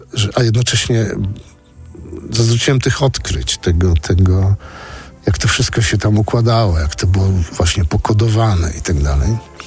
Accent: Świętokrzyskie Voivodeship, Poland; Ja jestem z Kieleckiego, tam kultura kulinarna jest tam 10 dań i tyle.

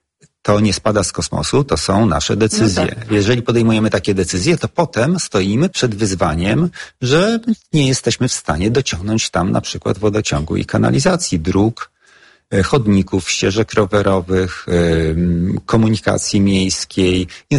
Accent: Warmian-Masurian Voivodeship, Poland; now in Białołęka, Warsaw, Poland; Być może dlatego, że nie jestem z urodzenia nie tylko białołęczaninem, ale w ogóle warszawiakiem. Ja pochodzę z Mazur.

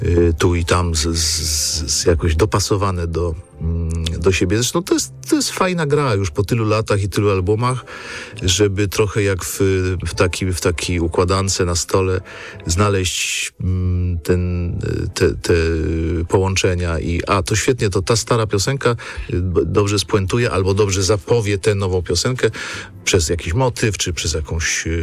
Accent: Kraków, Lesser Poland, Poland; chociaż już tylko ja i Szczerba jesteśmy z Krakowa w zespole

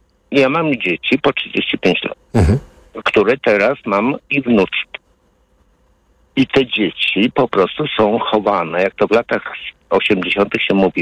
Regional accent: Warsaw, Masovian Voivodeship, Poland; now in Poznań, Poland; jako dzieci z blokowisk, jestem z Warszawy, z blokowisk

